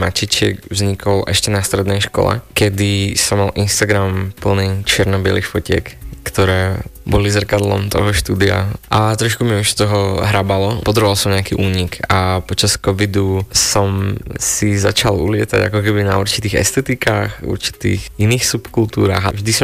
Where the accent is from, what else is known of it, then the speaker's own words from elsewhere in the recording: Brezno, Banská Bystrica Region, Slovakia; Ja sám som pôvodom z Hore Hronia, konkrétne z Brezna. Tam som vlastne od malička navštevoval Zušku.